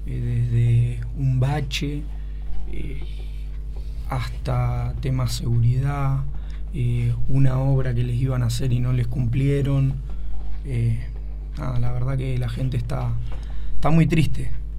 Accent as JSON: {"language": "Spanish", "town": "General Rodríguez", "region": "Buenos Aires Province", "country": "Argentina", "tie": "born or raised there", "said": "uno sea de acá, de Rodríguez, nacido y criado en Rodríguez"}